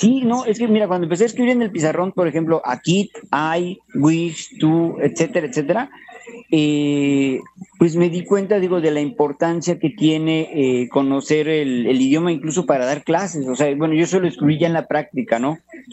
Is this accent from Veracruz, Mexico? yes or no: yes; Papantla, Veracruz, Mexico; born there; al estar de nuevo en Papantla, que es bueno donde yo nací, pues sentí la necesidad de aprender el idioma de una de las culturas pues de la que soy descendiente, ¿no?